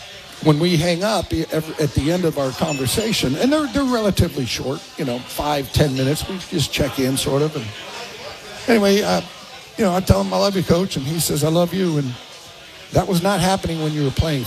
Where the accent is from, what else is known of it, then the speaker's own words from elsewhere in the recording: California, United States; I'm from California.